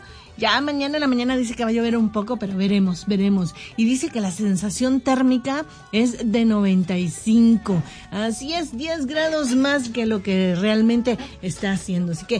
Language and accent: Spanish; Managua, Nicaragua; now in Cleveland, United States; en mi ciudad natal, allá en Nicaragua, en Managua